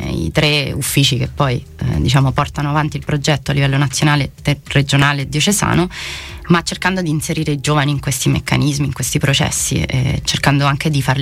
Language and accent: Italian; Rome, Lazio, Italy; Io sono di Roma.